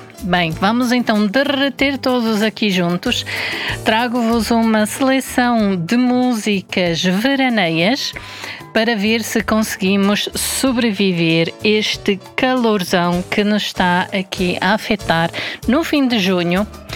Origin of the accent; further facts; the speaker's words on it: Portugal; accent: Portuguese (from Portugal); now in Basel, Switzerland; A vossa voz portuguesa com o sotaque de Portugal